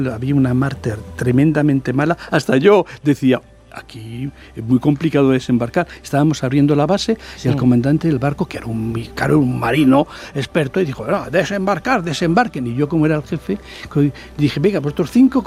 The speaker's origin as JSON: {"language": "Spanish", "town": "Madrid", "region": "Community of Madrid", "country": "Spain", "said": "yo como soy de Madrid, pues dije, pues normal."}